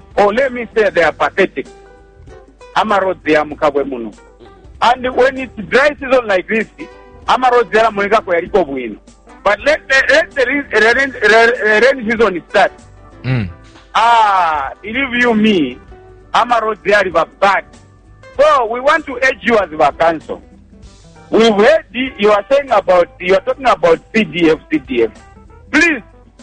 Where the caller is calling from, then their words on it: Kabwe, Central Province, Zambia; the worry that we have as Kabwe residents